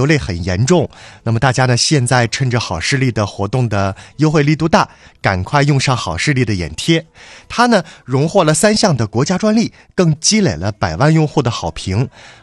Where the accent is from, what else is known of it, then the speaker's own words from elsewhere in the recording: Northeast China, China; accent: Northeastern dialect; 咱东北方言吧，就是大差不差吧啊